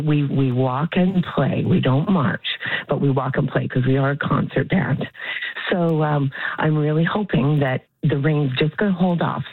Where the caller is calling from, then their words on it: Red Deer, Alberta, Canada; I'm calling from Red Deer.